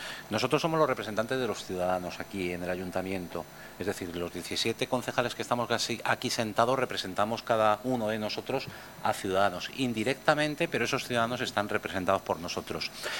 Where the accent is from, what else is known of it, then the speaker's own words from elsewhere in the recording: Miguelturra, Castilla-La Mancha, Spain; todos los que estamos aquí sentados somos ciudadanos de Miguel Turra.